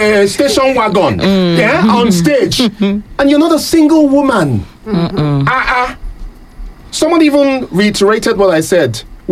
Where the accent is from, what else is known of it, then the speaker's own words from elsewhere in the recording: Nigeria; I'm African, first of all, and followed by that, I'm Nigerian.